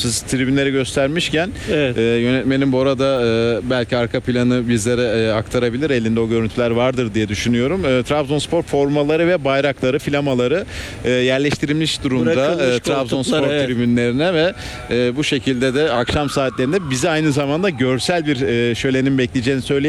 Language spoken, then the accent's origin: Turkish; Antalya, Turkey; Tabii bilmeyenler varsa Antalyalıyım ben.